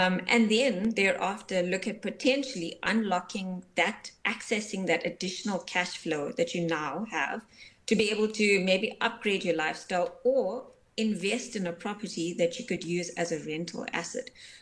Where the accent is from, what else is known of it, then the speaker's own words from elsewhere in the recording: South Africa; I think back on my personal experience as a young female growing up in South Africa.